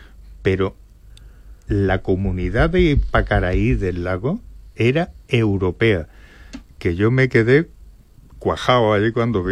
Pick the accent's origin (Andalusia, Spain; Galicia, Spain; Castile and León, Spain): Andalusia, Spain; Córdoba; born there; yo soy cordobés y en mi cuando nací abrí los ojos, lo primero que vi fueron los arcos de la mezquita porque me bautizaron en la mezquita catedral de Córdoba